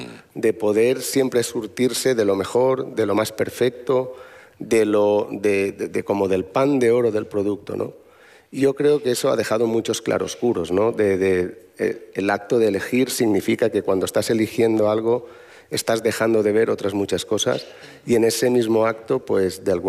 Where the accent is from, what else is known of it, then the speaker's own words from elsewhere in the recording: Barx, Valencian Community, Spain; el bar de la piscina de mi pueblo, un pueblo que se llama Barch, muy pequeñito, 1,000 habitantes